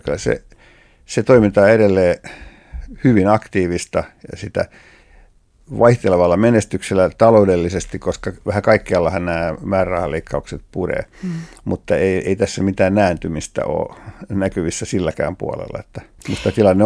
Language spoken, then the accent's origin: Finnish; Pori, Satakunta, Finland; Ja mä oon myöskin kotikaupungistani Porista kuullut sen sukupolven muusikoilta.